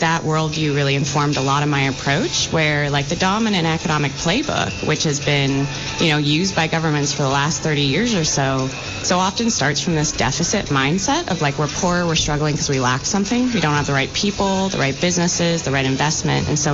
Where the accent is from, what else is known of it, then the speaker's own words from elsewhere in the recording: Vermont, United States; growing up in Vermont